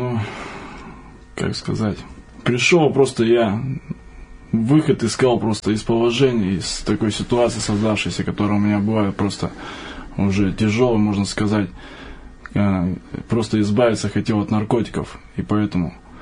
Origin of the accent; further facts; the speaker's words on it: Surgut, Khanty-Mansi Autonomous Okrug, Russia; born there; now in Moscow, Russia; Ну, я родился в городе Сургуте, это Ханты-Мансийский автономный округ, в семье благополучной.